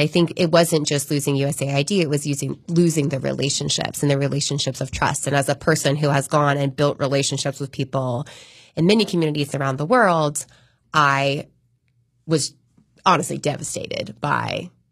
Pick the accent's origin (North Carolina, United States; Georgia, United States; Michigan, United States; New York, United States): North Carolina, United States; Raleigh; my mom lived in North Raleigh, and my dad lived in South Raleigh and Southeast Raleigh when I was really little.